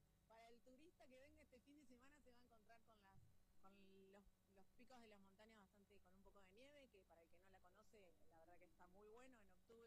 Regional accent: Zárate, Buenos Aires Province, Argentina; born there; moved away as an adult; now in Villa La Angostura, Argentina; Nosotros nacimos en Zárate, provincia de Buenos Aires.

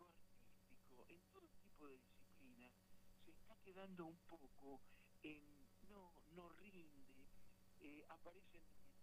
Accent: Mercedes, Buenos Aires Province, Argentina; Yo soy de Mercedes, Buenos Aires, 100 kilómetros al oeste de Buenos Aires. Yo tenía 14 años

